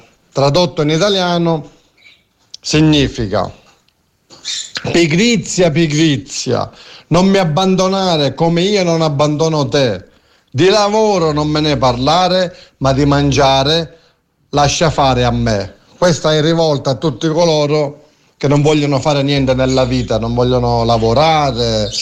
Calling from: Pachino, Sicily, Italy; da Pachino.

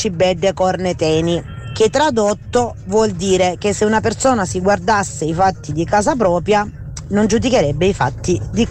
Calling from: Parabita, Apulia, Italy; da Parabita, provincia di Lecce.

